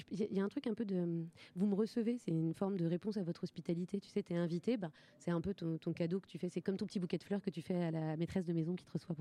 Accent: Dijon, Bourgogne-Franche-Comté, France; Je viens de Dijon.

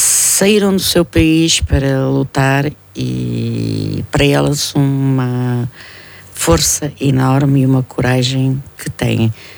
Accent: Norte, Portugal; somos do Norte.

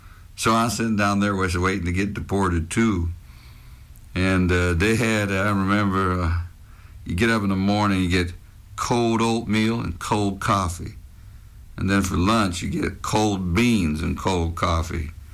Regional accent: Canada; born there; I guess they was looking for, where I was born in Canada.

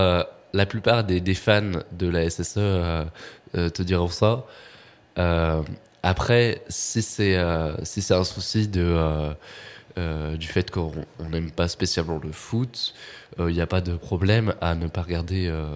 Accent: Saint-Étienne, Auvergne-Rhône-Alpes, France; quand on dit qu'on est stéphanois, c'est peut-être une des premières choses auxquelles les gens pensent.

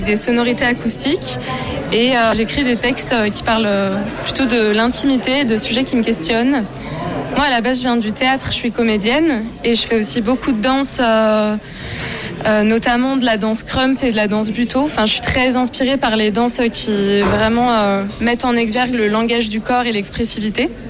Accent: Rennes, Brittany, France; moved away as an adult; Depuis 2018, je suis arrivée en octobre 2018 et sinon je viens de Rennes, qui a des grosses scènes musicales aussi

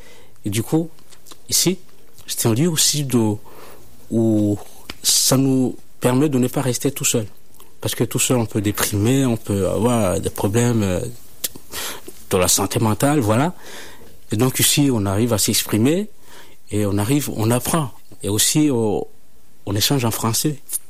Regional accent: Rwanda; now in France; je suis rwandais. Ça fait longtemps que je suis en France, en gros, plutôt 10 ans.

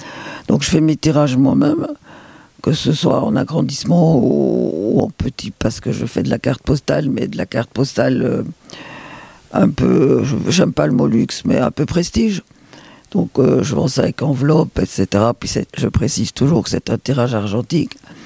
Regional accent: Belgium; now in Châtillon, France; Je suis belge aussi, il n'est pas fait. Et voilà. Moi, j'étais à l'internat en Belgique, très jeune, à partir de 8 ans jusqu'à mes 20 ans.

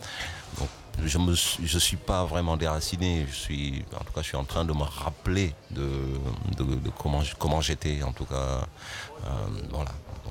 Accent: Senegal; now in Mulhouse, France; chez moi au Sénégal.

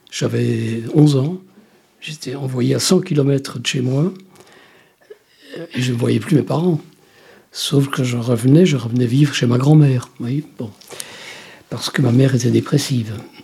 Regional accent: Wallonia, Belgium; moved away; je suis originaire des Ardennes belges. Donc c'est une région, voilà, je ne dis pas montagneuse, mais de collines, de rivières sauvages, de cerfs, de biches, de sangliers.

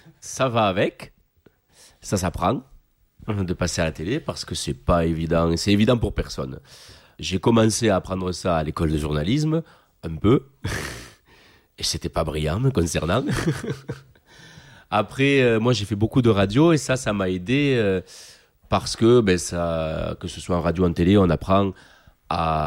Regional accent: France; first language Occitan; grâce à la langue d'oc, qui est ma langue maternelle, que donc je parle depuis la naissance. J'ai fait aussi ma scolarité en occitan, dans des calendrettes.

